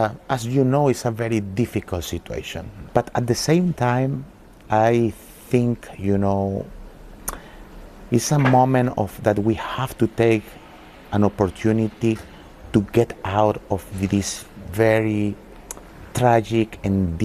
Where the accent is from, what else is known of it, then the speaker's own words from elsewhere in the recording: Barquisimeto, Lara, Venezuela; in my hometown, Barquisimeto.